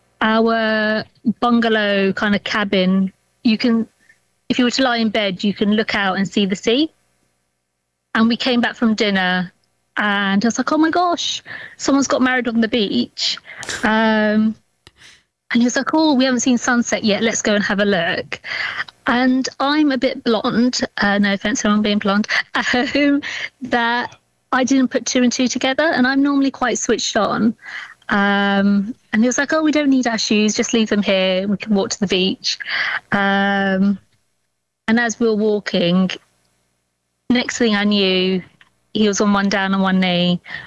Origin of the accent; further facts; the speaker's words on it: South East England, United Kingdom; So I'm from Surrey.